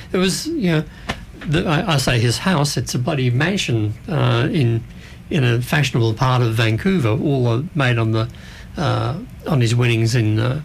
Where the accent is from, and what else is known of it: Australia